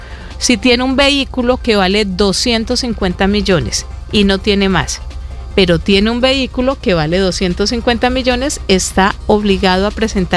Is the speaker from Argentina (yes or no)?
no; Colombia; Soy colombiana